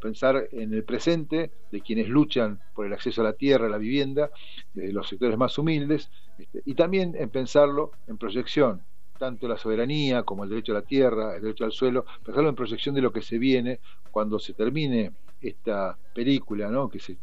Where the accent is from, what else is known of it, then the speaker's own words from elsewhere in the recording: Argentina; como argentinos, como pueblo